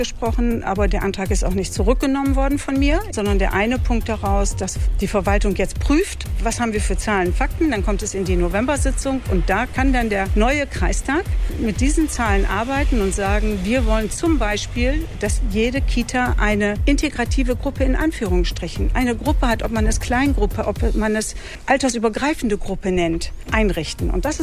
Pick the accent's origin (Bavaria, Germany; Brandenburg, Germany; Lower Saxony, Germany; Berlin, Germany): Lower Saxony, Germany; Georgsmarienhütte; Ich komme ja aus Georgsmarienhütte.